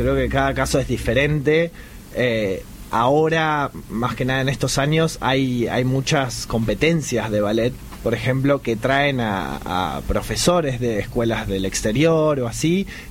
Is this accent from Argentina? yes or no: yes; Argentina; moved away; siendo argentinos, y trayendo eso de vuelta hacia acá.